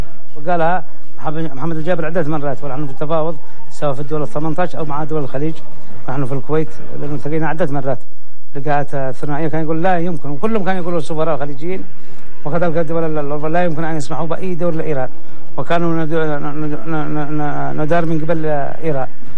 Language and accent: Arabic; Yemen; أنا كشعب يمني